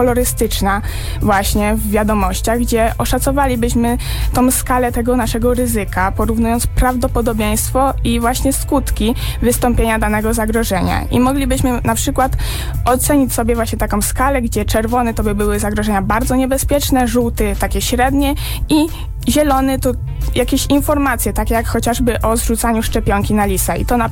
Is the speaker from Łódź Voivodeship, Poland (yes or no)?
no; Subcarpathian Voivodeship, Poland; osoby zamieszkałe na województwie głównie podkarpackim, ponieważ jestem stąd